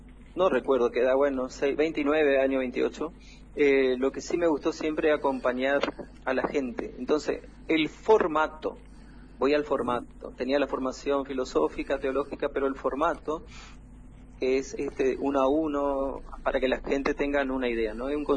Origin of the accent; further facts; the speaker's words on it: Paso de los Libres, Corrientes, Argentina; yo me crié desde niño acá en Libres